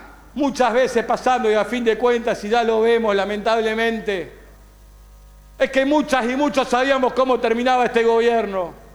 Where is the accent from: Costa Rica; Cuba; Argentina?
Argentina; Somos gente grande los argentinos y argentinas.